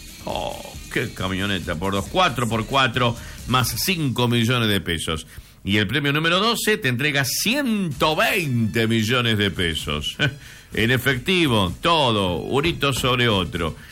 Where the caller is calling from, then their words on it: Formosa, Argentina; Yo soy de Formosa, pero vivo acá en Salta, en Salta Capital.